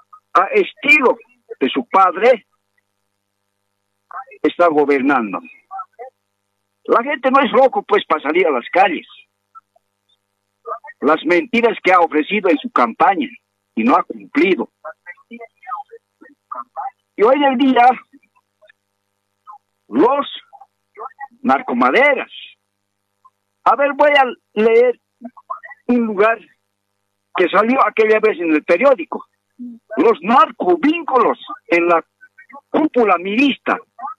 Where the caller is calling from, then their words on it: La Paz, Bolivia; de aquí, de la ciudad de La Paz.